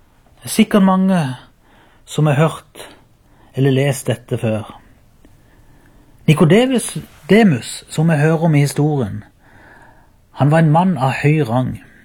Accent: Byremo, Agder, Norway; Jeg kommer fra Byremo og hører til menigheten Ebenezer Byremo.

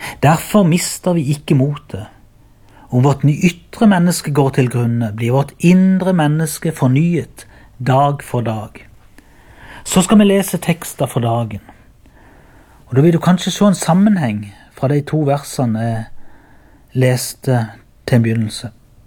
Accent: Byremo, Agder, Norway

